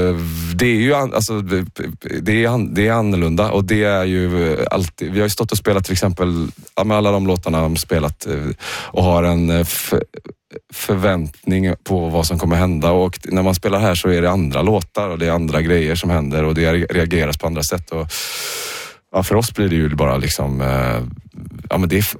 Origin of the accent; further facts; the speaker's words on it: Uddevalla, Västra Götaland County, Sweden; jag är också uppväxt i Uddevalla så att Oslo var ju min liksom go-to storstad